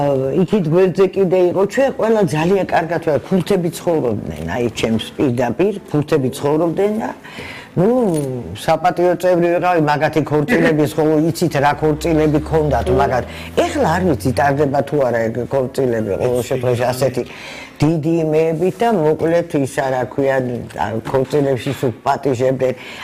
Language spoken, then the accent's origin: Georgian; Tbilisi, Georgia; born or raised there